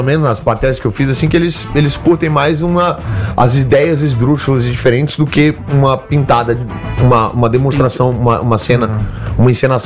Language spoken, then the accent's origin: Portuguese; Brazil; Eu sou humorista brasileiro.